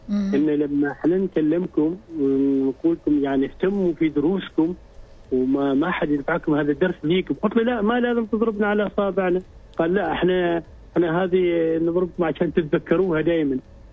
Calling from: Muscat, Muscat Governorate, Oman

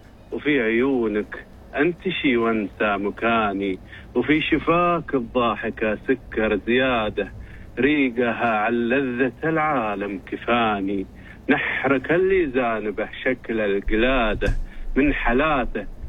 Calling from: Al Buraimi, Oman; من البريمي

